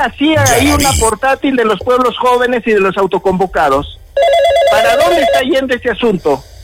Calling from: Arequipa, Peru; Yo le hablo de Bustamante.

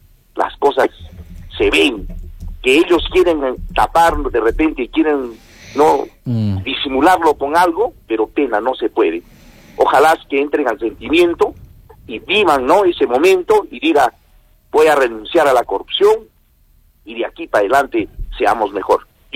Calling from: Arequipa, Peru; como peruanos, como, ¿no?, que integramos esta sociedad peruana, sociedad arequipeña

